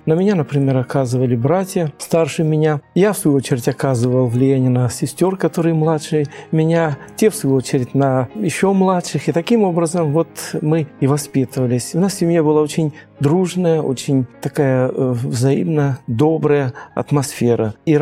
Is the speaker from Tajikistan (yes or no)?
yes; Tajikistan; Я не сказал, что я родился и вырос в Средней Азии, в Таджикистане.